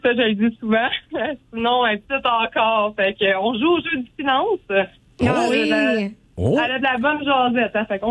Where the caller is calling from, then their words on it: Quebec, Canada; Non, moi, je suis en Beauce.